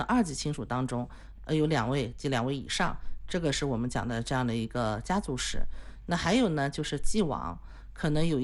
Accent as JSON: {"language": "Chinese", "country": "China", "said": "我们中国人"}